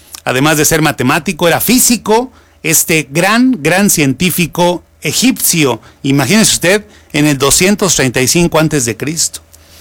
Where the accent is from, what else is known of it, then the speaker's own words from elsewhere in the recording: Mexico; finalmente somos mexicanos